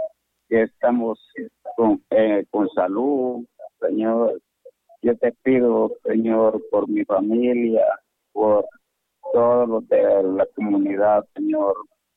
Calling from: Sonaguera, Colón, Honduras; de Sonaguera.

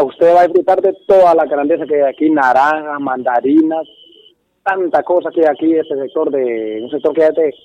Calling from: Colinas, Santa Bárbara, Honduras; le hablo de Colina, Santa Bárbara. … le saluda

